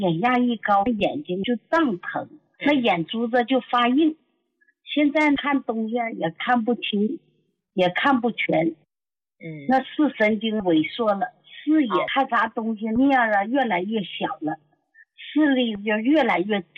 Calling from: Fujian, China; 我是福建的。

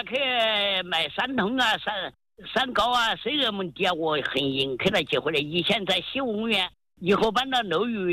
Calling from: Tianmen, Hubei, China; 我是天门市福子山的。

